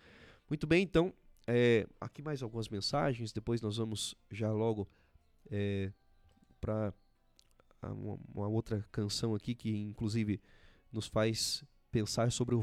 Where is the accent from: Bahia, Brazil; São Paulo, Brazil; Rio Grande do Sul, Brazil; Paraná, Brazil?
Paraná, Brazil; Itaperuçu; moved away; lá em Itapeiruçu, na minha cidade natal.